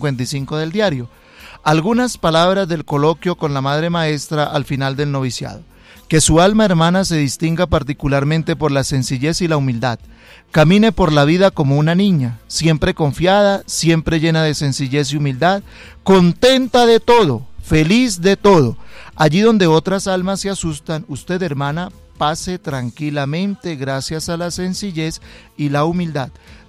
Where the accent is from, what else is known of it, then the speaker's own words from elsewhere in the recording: Santander, Colombia; la berraquera, como decimos en mi tierra santandereana, ¿cierto?